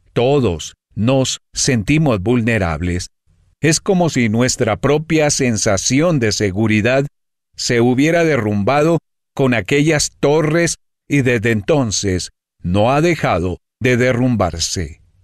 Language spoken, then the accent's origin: Spanish; New York City, New York, United States